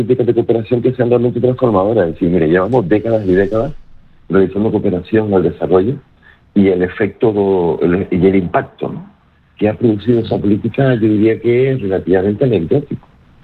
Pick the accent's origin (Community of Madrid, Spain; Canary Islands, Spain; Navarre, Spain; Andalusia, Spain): Canary Islands, Spain